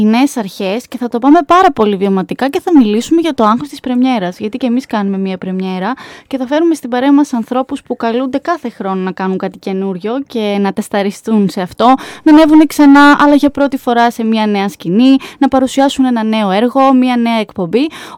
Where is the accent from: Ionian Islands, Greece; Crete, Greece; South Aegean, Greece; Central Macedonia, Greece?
Central Macedonia, Greece; Alexandreia; moved away as an adult; εγώ που είμαι από χωριό, που είμαι από την Αλεξάνδρεια Μαθίας, γυρνάω στο χωριό μου, στο σπίτι μου